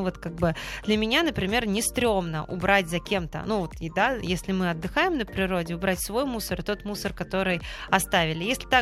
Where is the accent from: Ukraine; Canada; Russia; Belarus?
Russia; Velikiye Luki, Pskov Oblast; Еще одно популярное место, конечно, для нас великолучан — это Опухлики.